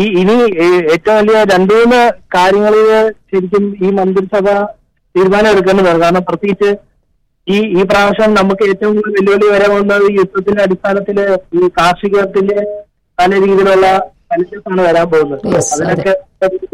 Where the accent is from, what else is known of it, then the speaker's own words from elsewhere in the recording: Adoor, Kerala, India; moved away; നാട്ടിൽ അടൂര്.